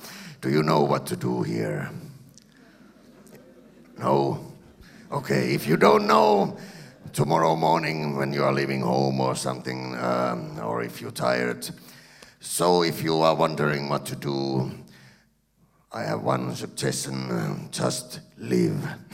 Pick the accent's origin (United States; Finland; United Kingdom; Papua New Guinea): Finland; I came from Finland, and I play some accordion music for you today.